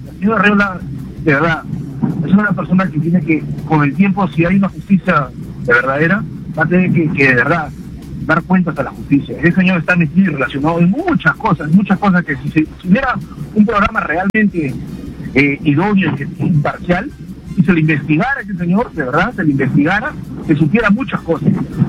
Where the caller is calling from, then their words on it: Lima, Peru; de Puente Piedra